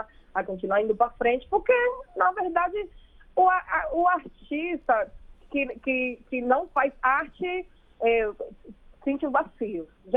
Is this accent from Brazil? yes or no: no; Cuba; moved away; não só como mulher cubana, senão como mulher latina.